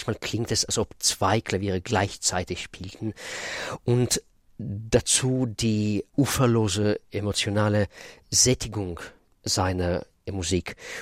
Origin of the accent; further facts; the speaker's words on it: Israel; moved away as an adult; Und Hebräisch, ja, ich bin in Israel aufgewachsen. 25 Jahre habe ich da gelebt. Fast alle meine Freunde sind immer noch in Israel.